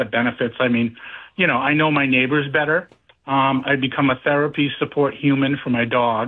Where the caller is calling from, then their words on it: Attleboro, Massachusetts, United States; Normally I call from Attleboro, but I'm in Southwest Florida working remotely.